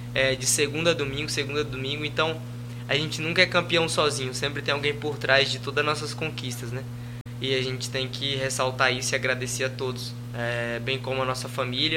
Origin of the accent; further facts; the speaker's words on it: Rondônia, Brazil; Eu sou rondoniense.